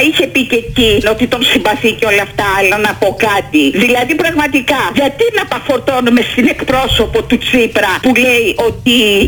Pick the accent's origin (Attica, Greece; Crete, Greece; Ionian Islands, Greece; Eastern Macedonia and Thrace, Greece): Attica, Greece; Glyfada; από Γλυφάδα, έτσι για να γνωριζόμαστε.